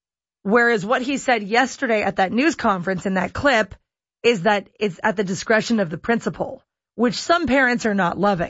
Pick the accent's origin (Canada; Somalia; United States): Canada; Oakville, Ontario; moved away; If you didn't know, I'm originally from Oakville, Ontario, but it's not really my place.